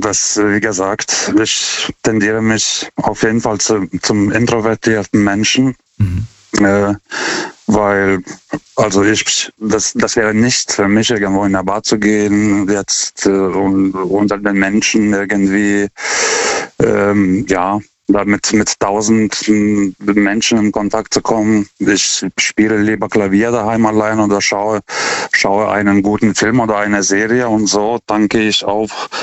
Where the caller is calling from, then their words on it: Karlsruhe, Baden-Württemberg, Germany; German is a second language; Das, also Deutsch ist nicht meine Muttersprache, deswegen entschuldige ich für meinen Akzent.